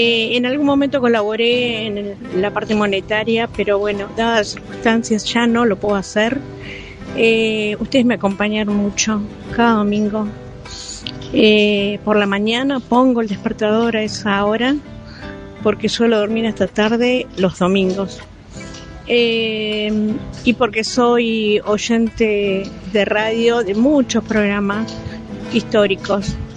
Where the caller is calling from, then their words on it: Pablo Podestá, Buenos Aires Province, Argentina; de Pablo Podestá.